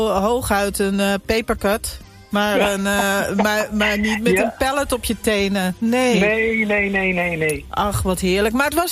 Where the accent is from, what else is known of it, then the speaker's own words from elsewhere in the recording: Wormerveer, North Holland, Netherlands; Och, ja, ik ben opgegroeid in Wormerveer aan de andere kant van het water.